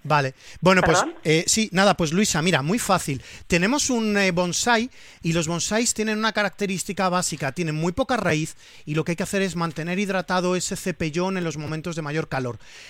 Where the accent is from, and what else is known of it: Valencian Community, Spain